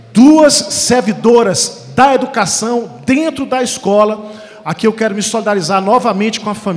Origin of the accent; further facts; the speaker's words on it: Acre, Brazil; lá no meu estado do Acre, nós tivemos também um fato envolvendo um menor de idade